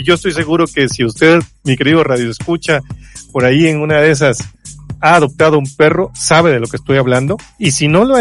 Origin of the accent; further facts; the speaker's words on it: Mexico; ya sabes cómo somos aquí los mexicanos.